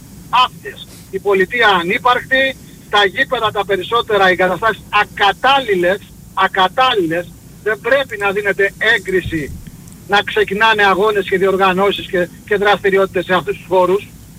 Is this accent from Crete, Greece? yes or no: yes; Chania, Crete, Greece; Σάβα, είμαι από Χανιά.